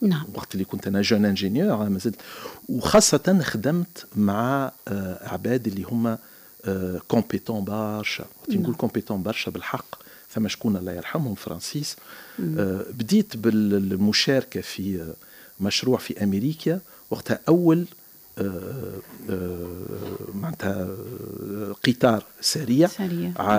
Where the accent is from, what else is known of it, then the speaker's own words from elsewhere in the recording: Gafsa, Gafsa Governorate, Tunisia; moved away as an adult; احنا خارجين من قفصة عندنا معناتها فرق كبير بكل صراحة في العادات، حتى في طريقة الكلام.